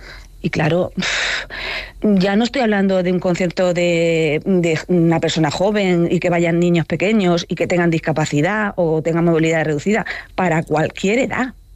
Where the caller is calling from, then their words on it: Cartagena, Region of Murcia, Spain; no soy de Madrid, que yo vivo en Cartagena, Murcia